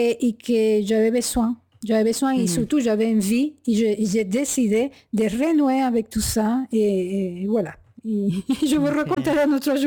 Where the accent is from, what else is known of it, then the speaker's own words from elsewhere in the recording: Venezuela; C'est que je suis déjà née dans une tradition. Et je viens des Indiens guajiros, du Venezuela.